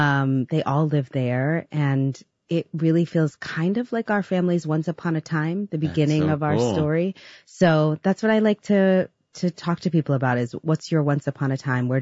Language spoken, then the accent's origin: English; Bronx, New York, United States; And I loved growing up in the Bronx. I loved my neighborhood. I loved my community. It was really a special place to, it's a special place to be from.